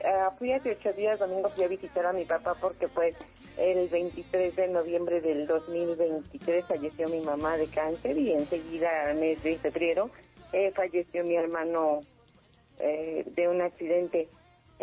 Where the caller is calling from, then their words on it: Tenango de las Flores, Puebla, Mexico; yo soy un poquito más de por allá, de como de Tenango de las Flores, Huachinango, Puebla, que es muy conocido.